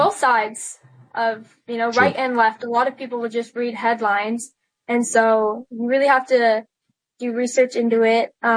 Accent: Idaho, United States; which is weird for the state that I grew up in. I grew up in Idaho, and it's just weird to see a liberal town, liberal high school.

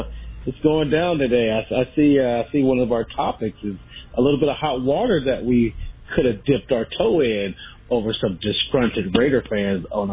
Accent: Philadelphia, Pennsylvania, United States; I'm from Philly. Yeah, I've been that Philly mentality

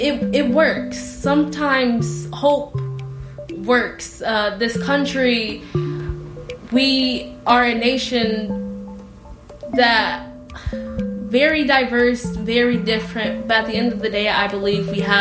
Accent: Kentwood, Michigan, United States; I am from Michigan State University. I was born and raised in Kentwood or Grand Rapids area of Michigan

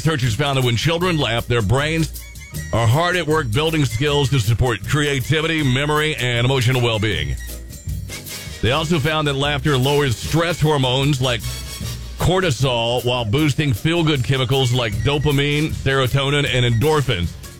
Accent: Kentucky, United States; So I know I'm from Kentucky, but I think I can do that math.

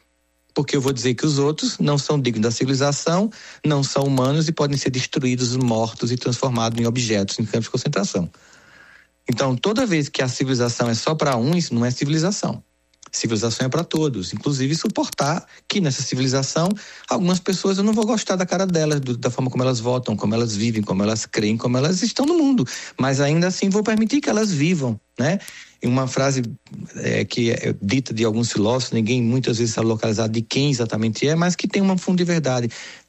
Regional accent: Brazil; Nossa, enquanto brasileiro, para você que recentemente foi atropelada nas ruas de São Paulo, sabe do que eu tô falando?

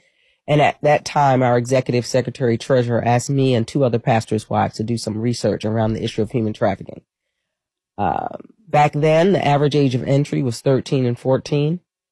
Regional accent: New York, United States; born or raised there

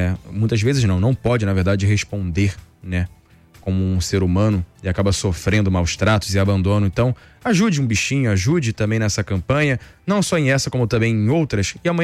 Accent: Nilópolis, Rio de Janeiro, Brazil; Na minha terrinha

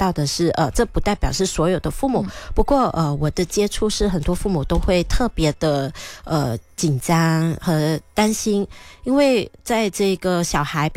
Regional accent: Malaysia; 我们马来西亚人会比较常用这样的情绪去调整自己

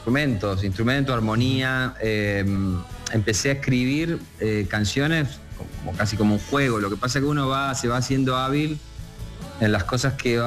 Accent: Rosario, Santa Fe, Argentina; also born or lived in Concordia; Nací en Rosario, uh-huh, me crié también por cuestiones familiares entre Rosario y Concordia, que es una ciudad más pequeñita aún.

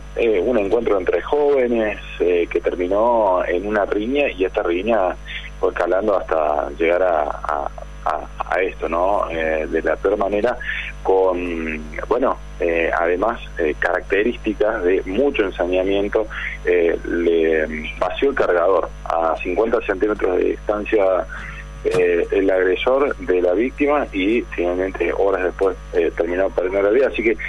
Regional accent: Córdoba, Argentina; now in Río Cuarto, Argentina; sos cordobés, al igual que yo

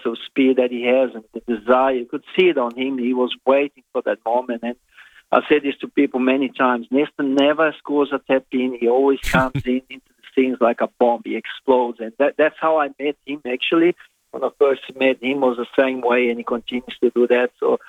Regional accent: Brazil; moved away as an adult; now in South Australia, Australia; I consider myself South Australian, even though I am, you know, grew up in Brazil and came here in 1994

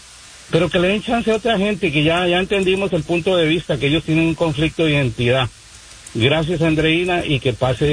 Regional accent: Costa Rica; Yo soy de Costa Rica, hay mucho venezolano en Costa Rica que salió en medio de la crisis

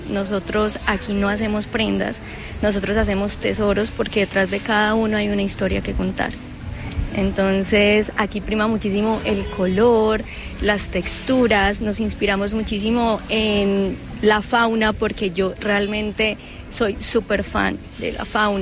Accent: Bucaramanga, Santander, Colombia; el sello principal es que somos de acá de Bucaramanga, de Santander, que todas las personas hacen parte de acá

